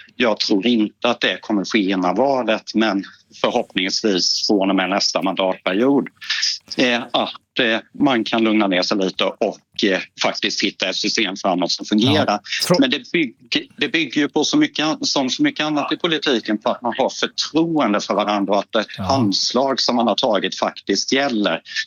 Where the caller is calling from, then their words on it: Varberg, Halland County, Sweden; Jag är själv invald från Halland och bor i Varberg.